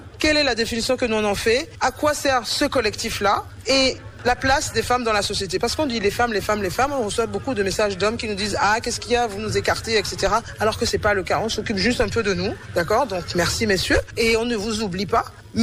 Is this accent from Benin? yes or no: yes; Benin; born or raised there